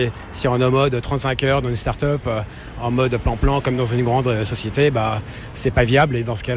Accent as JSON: {"language": "French", "country": "France", "said": "maintenant, on est devenu assez pauvre, voilà, en tant que Français."}